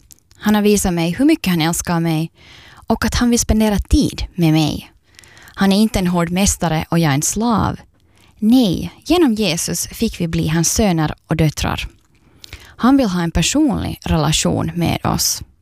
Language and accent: Swedish; Ekenäs, Uusimaa, Finland; jag är från Ekenäs och du lyssnar på Andrum.